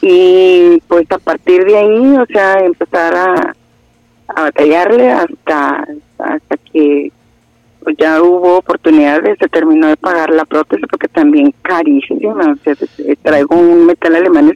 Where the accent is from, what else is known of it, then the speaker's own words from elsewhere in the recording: Durango, Mexico; de donde yo soy, de Durango, callada y tranquila, Ciudad Colonial, que ya no tiene nada de callada y tranquila, nada más le quedó lo de Ciudad Colonial.